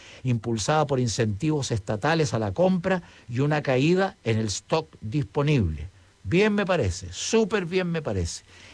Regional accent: Chile; como chileno común y corriente

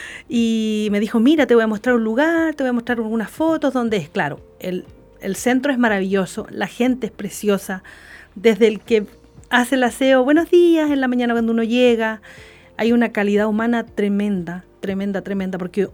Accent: Puerto Montt, Los Lagos, Chile; Yo soy de Puerto Montt, sí.

